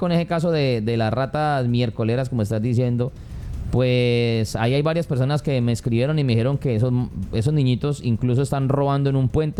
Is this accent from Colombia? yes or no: yes; Colombia; todos somos colombianos